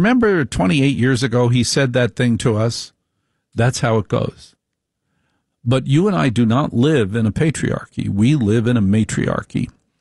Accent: New Jersey, United States; when I grew up in Jersey

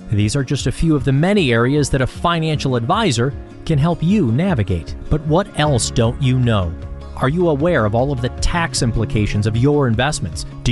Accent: Chicago, Illinois, United States; And I got to say, I was born and raised in Chicago, so I've been a Blackhawks fan.

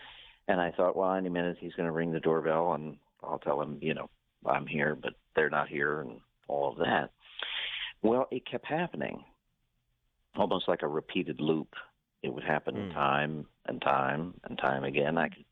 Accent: Ohio, United States; I am from South Central Ohio

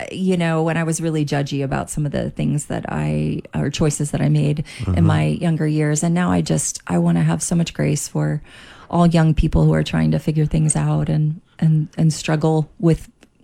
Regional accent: Miami, Florida, United States; born or raised there

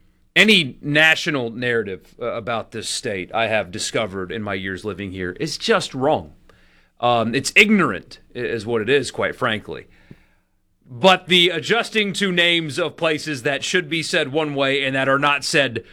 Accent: Greenville, South Carolina, United States; Makes no sense, because I grew up in Greenville

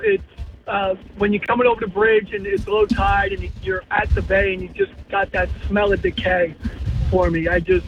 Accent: Keansburg, New Jersey, United States; I grew up in Keensburg, going to Keensburg all the time.

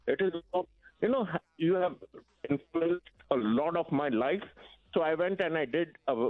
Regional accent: India; I'm from India.

